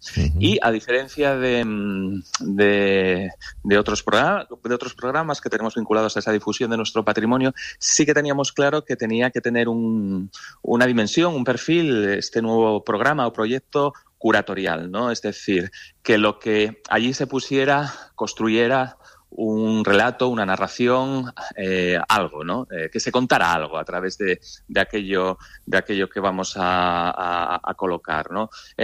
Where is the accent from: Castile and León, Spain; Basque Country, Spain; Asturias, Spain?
Asturias, Spain; Gijón; porque yo al fin y al cabo soy de Gijón, que es cima de Villa